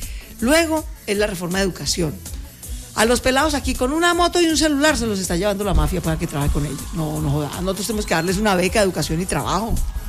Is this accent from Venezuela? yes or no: no; Colombia; somos colombianos